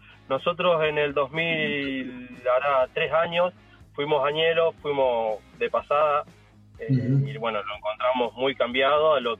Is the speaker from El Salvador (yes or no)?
no; María Teresa, Santa Fe, Argentina; Nosotros somos del sur de Santa Fe, de un pueblo que se llama María Teresa, y operamos en la zona esta.